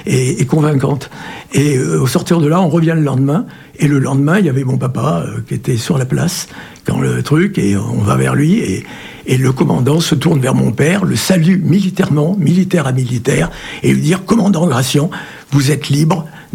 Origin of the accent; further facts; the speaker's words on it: Périgueux, Nouvelle-Aquitaine, France; born there; now in Grignols, France; Alors moi je suis né à Périgueux et je vis maintenant, je me suis déplacé plusieurs fois à Périgueux, mais étant à Grignol, c'est jamais qu'à 5 km de Neuvik.